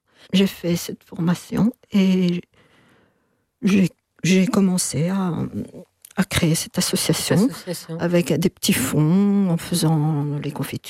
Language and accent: French; Belgium; also born or lived in Rwanda; Son papa et moi, nous sommes belges, européens, et nous étions enseignants.